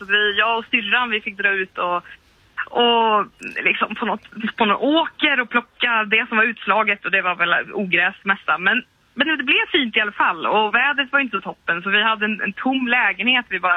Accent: Slätta, Sweden; Så hemma i Slätta, där jag kommer ifrån, så har vi ett kompisgäng

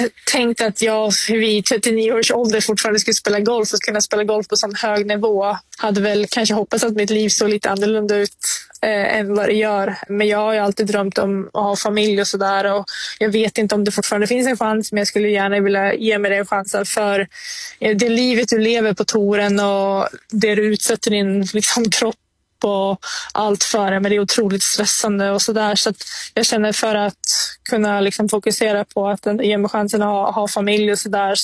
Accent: Sweden; Och, men jag bara träffade min familj liksom hemma i Sverige en vecka senaste året

